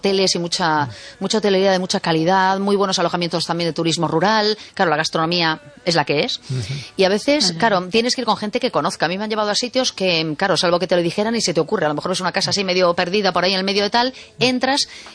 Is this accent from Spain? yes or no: yes; Spain; somos españoles y españolas